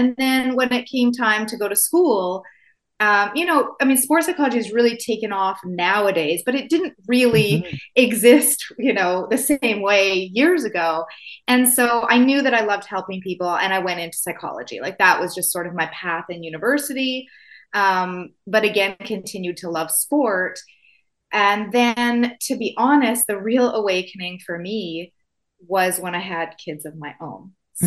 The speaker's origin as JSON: {"language": "English", "town": "Winnipeg", "region": "Manitoba", "country": "Canada", "tie": "born or raised there", "said": "as you said, I grew up in Winnipeg."}